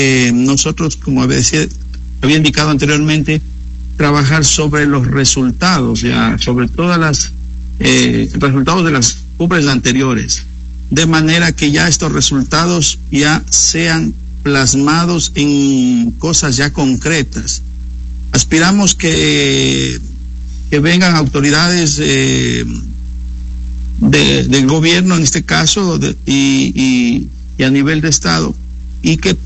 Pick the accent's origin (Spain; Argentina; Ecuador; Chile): Ecuador; Orellana